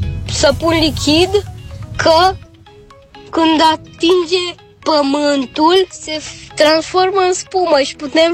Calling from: Bucharest, Romania; din București, am 8 ani

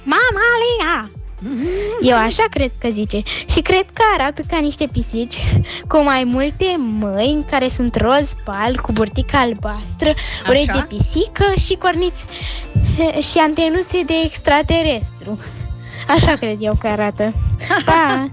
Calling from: Moreni, Dâmbovița, Romania; din Morenia, am 10 ani

